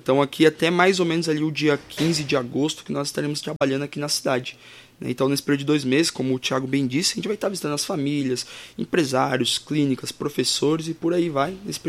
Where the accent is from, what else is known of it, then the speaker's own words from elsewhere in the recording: Araucária, Paraná, Brazil; Eu sou de Araucária, perto de Curitiba, região metropolitana da cidade.